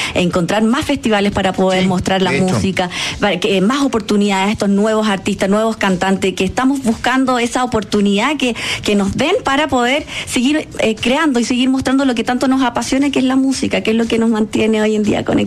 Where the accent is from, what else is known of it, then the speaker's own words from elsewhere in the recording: Chile; Yo vengo del desierto de Atacama, y ahí están todas nuestras mujeres ahí con esos mensajes importantes, conectando con la inmensidad del desierto.